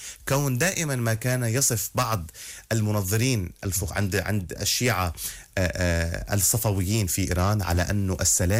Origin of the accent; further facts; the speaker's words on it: Lebanon; أنا كشيعي لبناني